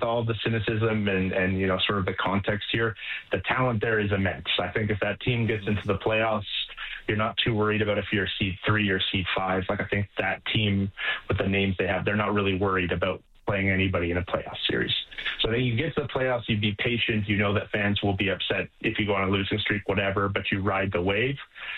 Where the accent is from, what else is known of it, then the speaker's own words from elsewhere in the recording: Canada; as a Canadian basketball fan, it's very frustrating